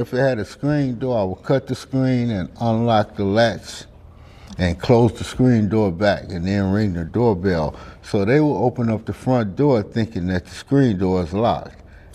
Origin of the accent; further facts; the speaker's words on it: Detroit, Michigan, United States; I was born and raised in Detroit.